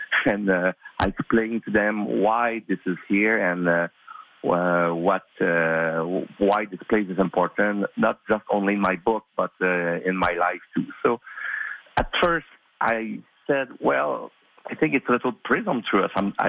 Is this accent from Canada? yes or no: yes; Drummondville, Quebec, Canada; Drummondville is my hometown. I was born in Drummondville. I grew up in Drummondville. And it's a quiet town.